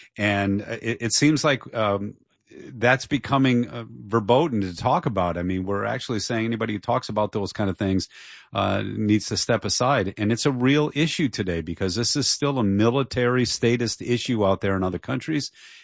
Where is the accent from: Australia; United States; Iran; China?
United States; Dearborn, Michigan; Well, I'm from Dearborn. That's my hometown. And I've done ministry in New York and in LA.